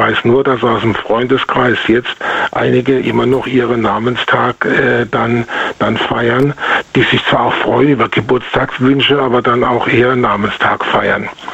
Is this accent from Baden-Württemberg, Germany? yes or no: yes; Baden-Württemberg, Germany; now in Bonn, Germany; Das ist ungefähr 50 Jahre her, bin ich aus dem Rhein-Neckar-Kreis nach Bonn gezogen